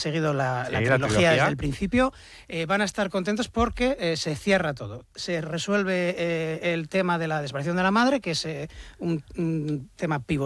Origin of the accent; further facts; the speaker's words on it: Bilbao, Basque Country, Spain; la mayoría de los bilbaínos no conocemos